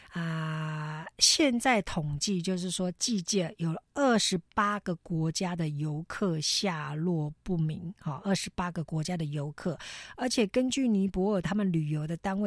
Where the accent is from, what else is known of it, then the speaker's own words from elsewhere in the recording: Taiwan; 暂时没有我们台湾人失踪